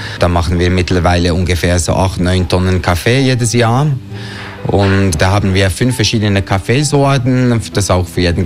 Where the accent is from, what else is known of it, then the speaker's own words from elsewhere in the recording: Biel, Bern, Switzerland; Also ursprünglich komme ich auch aus Biel, eine Stadt ungefähr 30 Kilometer nördlich von Bern. Bin da aufgewachsen. Meine Mutter kommt aber aus dem Wallis, aus Komotana.